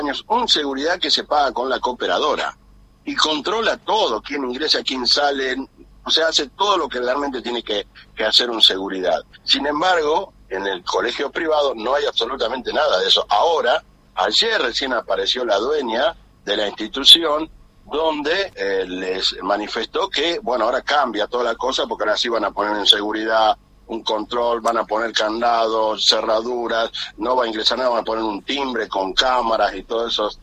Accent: Salvador Mazza, Salta, Argentina; Pues soy padre, soy ciudadano de Salvador Massa y se me notarán ustedes un poco molesto con esta situación

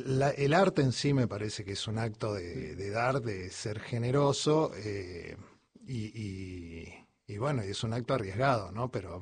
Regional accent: Buenos Aires, Argentina; also born or lived in Mendoza; mendocino, me crié en el Gran Buenos Aires y la mitad de mi vida la llevo viviendo en La Boca.

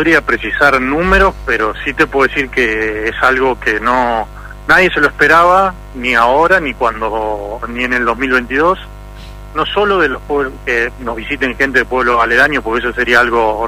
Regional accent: Pujato, Santa Fe, Argentina; born or raised there

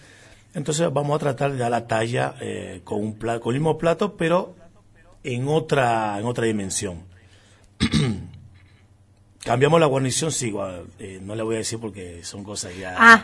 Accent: Dominican Republic; moved away as an adult; now in Formosa, Argentina; soy de República Dominicana. Ya hace muchos años que estoy acá en el país.

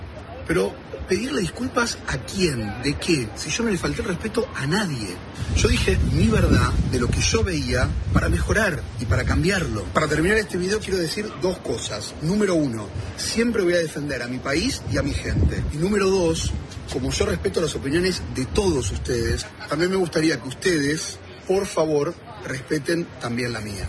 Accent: Argentina; que tenía que ver con la autocrítica como argentino que hice por la campaña

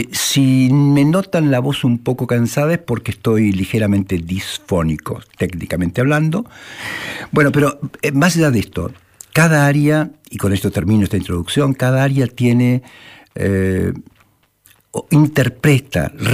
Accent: Italy; Spanish is a second language; Pero claro, que campeones de muchas cosas somos los italianos, esto no hay ninguna duda.

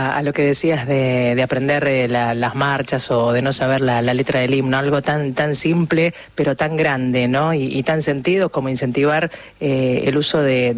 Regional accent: Argentina; qué significaba para nosotros como argentinos llevar la escarapela en el pecho.

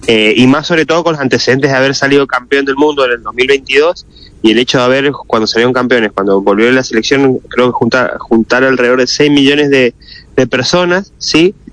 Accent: Argentina; como todos argentinos vamos

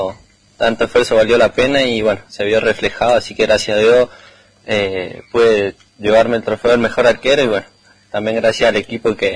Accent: Malargüe, Mendoza, Argentina; Hasta ahora sí, soy el único de Malargüe.

